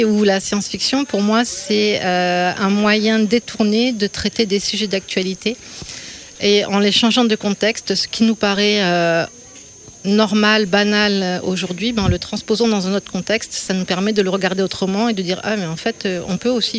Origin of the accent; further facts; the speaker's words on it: Occitanie, France; Je viens des Hautes-Pyrénées, au sud de Lourdes